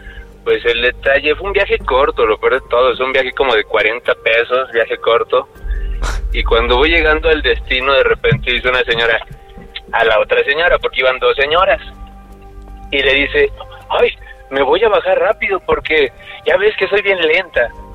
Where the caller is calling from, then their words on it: Guadalajara, Jalisco, Mexico; De Guanatos.